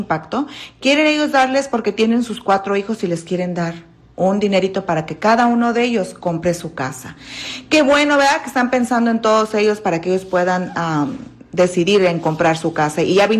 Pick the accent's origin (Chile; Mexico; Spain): Mexico; Michoacán; No, soy de Michoacán.